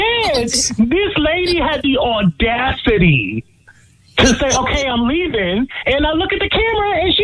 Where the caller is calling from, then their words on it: New York, United States; I'm from New York.